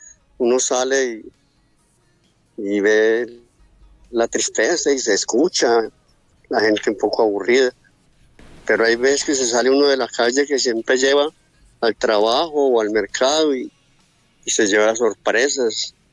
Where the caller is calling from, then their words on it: Pereira, Risaralda, Colombia; Desde la ciudad de Pereira